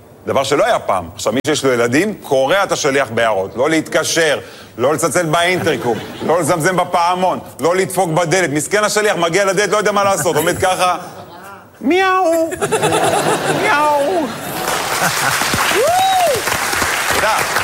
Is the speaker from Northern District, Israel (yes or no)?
no; Netanya, Central District, Israel; now in Tel Aviv, Israel; האמת, אני גדלתי בנתניה.